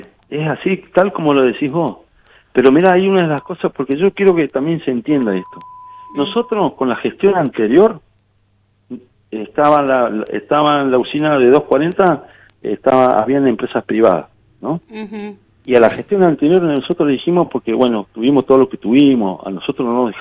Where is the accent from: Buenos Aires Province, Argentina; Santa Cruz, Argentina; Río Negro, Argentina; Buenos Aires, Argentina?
Santa Cruz, Argentina; los diputados de mi pueblo, de 28, de Río Turbio